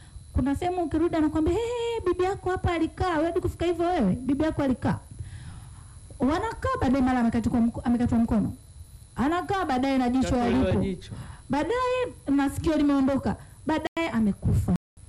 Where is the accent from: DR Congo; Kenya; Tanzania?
Tanzania; Ruvuma; Imeenda mbali zaidi kule kwetu Ruvuma.